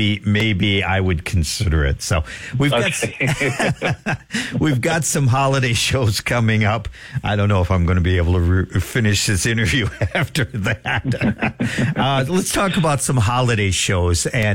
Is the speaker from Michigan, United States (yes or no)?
no; Wisconsin, United States; moved away as an adult; growing up in Wisconsin